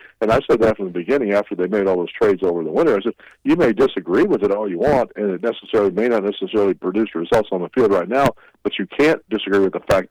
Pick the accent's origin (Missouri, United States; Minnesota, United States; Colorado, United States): Missouri, United States; Springfield; moved away as an adult; also born or lived in Omaha, Nebraska; now in St. Louis, United States; I was born in Omaha, Nebraska. I grew up in Springfield, Missouri, very much of a Cardinal fan.